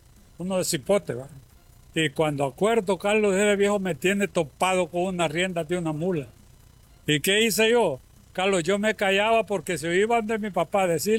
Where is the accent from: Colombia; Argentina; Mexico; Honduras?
Honduras; Nosotros somos nativos del Valle Arriba, del lugar de San Lorenzo, y nosotros ahora incluso tenemos miedo de vivir ahí en nuestros lugares